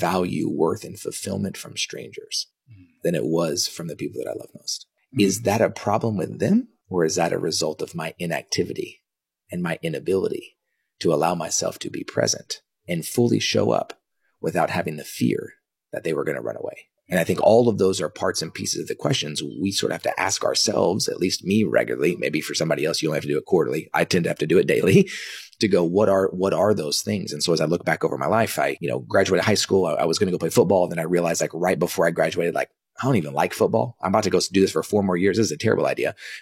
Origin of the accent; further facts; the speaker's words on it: Dallas, Texas, United States; also born or lived in Kansas; So I was born in 1983. I was born in Kansas, only lived there for about a week, came back to Dallas